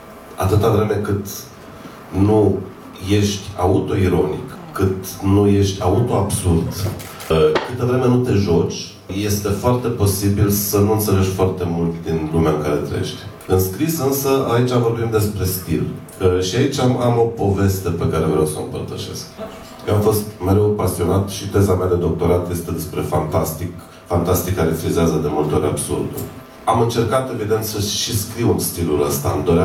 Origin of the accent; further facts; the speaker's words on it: Maramureș County, Romania; mergea 2 săptămâni pe Valea Faserului, de unde sunt eu, din Vișel de...